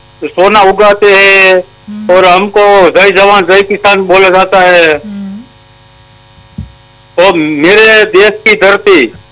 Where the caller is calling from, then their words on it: Gir Somnath district, Gujarat, India; गुजरात राज्य गिर सोमनाथ डिस्ट्रिक्ट तरला गांव बोरवा से।